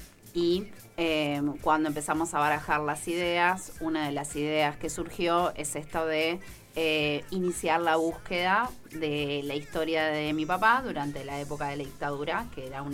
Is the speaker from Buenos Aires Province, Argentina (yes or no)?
yes; Santa Clara del Mar, Buenos Aires Province, Argentina; Yo soy santaclarense, me crié acá, nacida, criada en Santa Clara